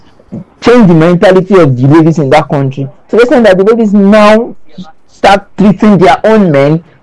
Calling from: Nigeria

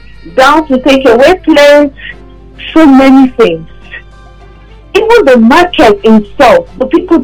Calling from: Lagos, Nigeria; I'm calling from Ajegunle.

